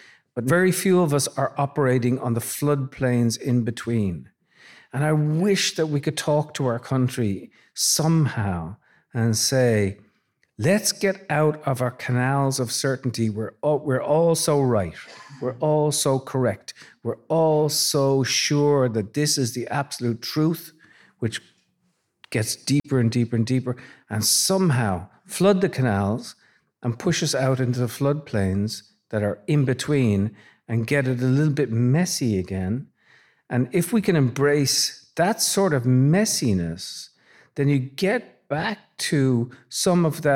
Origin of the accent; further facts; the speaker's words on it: Ireland; moved away as an adult; now in United States; So I come from Ireland, and you know, I grew up with literature and the sense of the Irish identity